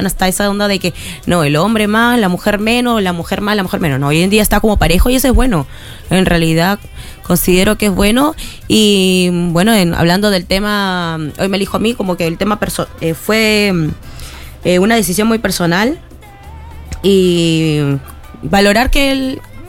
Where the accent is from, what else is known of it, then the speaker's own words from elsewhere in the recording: Lima, Peru; yo soy de Lima.